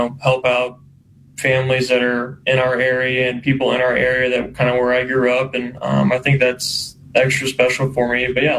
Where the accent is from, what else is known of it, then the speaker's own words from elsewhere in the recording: Turlock, California, United States; I grew up in Turlock